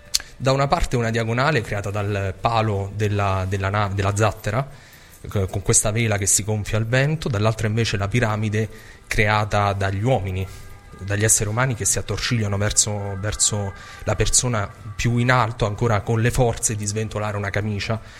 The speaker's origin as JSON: {"language": "Italian", "region": "Abruzzo", "country": "Italy", "said": "Io sono abruzzese"}